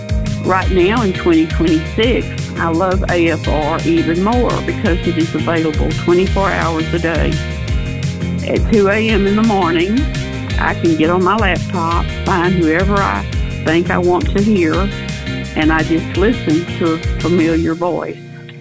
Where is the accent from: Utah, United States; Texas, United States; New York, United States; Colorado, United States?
Texas, United States; Conroe; from Conroe, Texas.